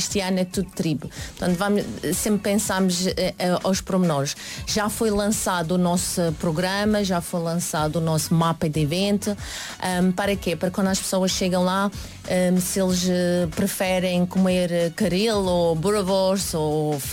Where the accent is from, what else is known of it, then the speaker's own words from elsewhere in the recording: Cape Town, Western Cape, South Africa; como sou da cidade do Cabo